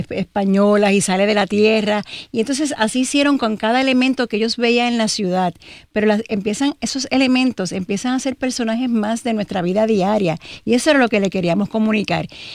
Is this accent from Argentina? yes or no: no; Puerto Rico